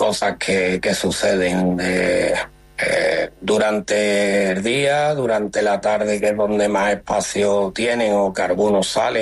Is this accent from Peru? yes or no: no; Gerena, Andalusia, Spain; Yo creo que, como has dicho, soy de Gerena